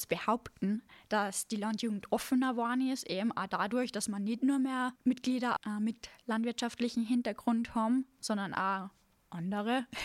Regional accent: St. Michael im Lungau, Salzburg, Austria; ich komme aus St. Michael im Lungau. Ich bin 22 Jahre alt

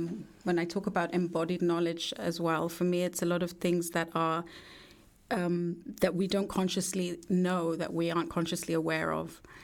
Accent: London, United Kingdom; born or raised there

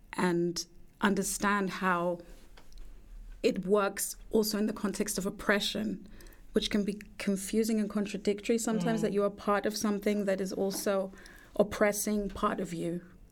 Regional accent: London, United Kingdom; born or raised there; now in Vienna, Austria

